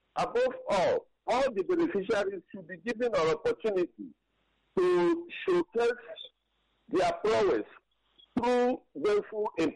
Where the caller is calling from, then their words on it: Owerri, Imo, Nigeria; I'm calling from Owerri in Imo State.